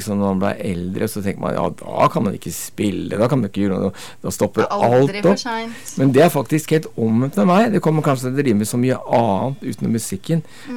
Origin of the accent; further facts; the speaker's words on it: Oslo, Norway; now in Bjørkelangen, Norway; Du, jeg er egentlig fra Oslo, men jeg flyttet til Bjørkelangen, altså Aurskog-Høland kommune da.